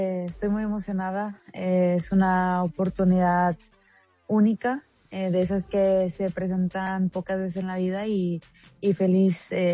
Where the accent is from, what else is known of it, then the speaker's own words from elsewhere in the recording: Mexico; moved away as an adult; also born or lived in United States; siendo la primera mexicana en la liga inglesa